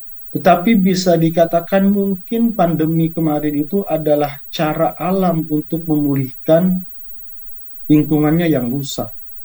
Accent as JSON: {"language": "Indonesian", "region": "East Kalimantan", "country": "Indonesia", "tie": "born or raised there", "said": "saya juga putra Kalimantan, saya lahir di Berau, tumbuh sampai remaja di Kabupaten Berau."}